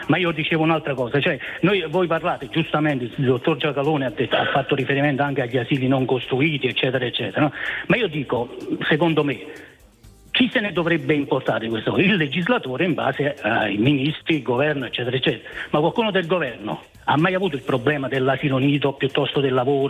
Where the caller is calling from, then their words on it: Caserta, Campania, Italy; Chiamo da Caserta.